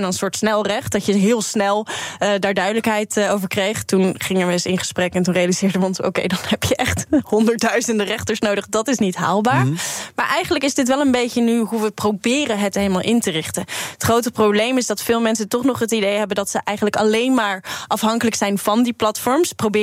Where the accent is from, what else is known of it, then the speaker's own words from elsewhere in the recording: Zeeland, Netherlands; ik kom uit Zeeland, maar ik heb ook op een heel christelijke basisschool gezeten.